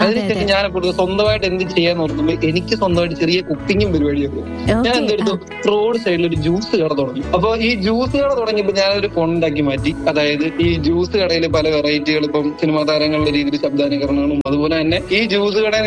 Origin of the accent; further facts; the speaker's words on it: Kottayam, Kerala, India; accent: Kottayam slang; also born or lived in Ernakulam; നമ്മുടെ കോട്ടയം സ്ലാങ്ങിലുള്ള പഴയ അച്ചായന്മാരൊക്കെ സംസാരിക്കുന്ന രീതിയിലുള്ള